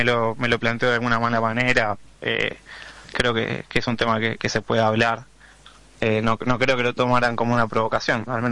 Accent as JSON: {"language": "Spanish", "country": "Argentina", "said": "así que vamos a ser como 1000 argentinos ahí en pleno centro."}